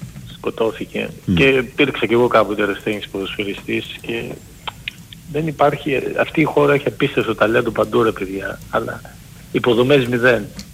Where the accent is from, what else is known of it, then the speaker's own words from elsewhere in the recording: Volos, Thessaly, Greece; Μακάρι να έρθει και ο Κωνσταντέλιας, γιατί εγώ είμαι από Βόλο.